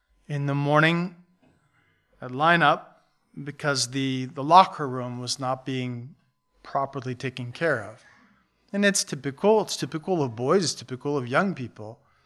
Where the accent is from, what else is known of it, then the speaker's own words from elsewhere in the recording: Buffalo, New York, United States; We grew up in Buffalo, south of Buffalo